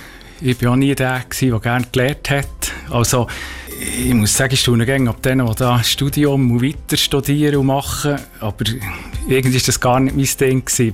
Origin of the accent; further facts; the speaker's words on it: Schangnau, Bern, Switzerland; Ich bin im Schangnau aufgewachsen, in einer Schreinerei.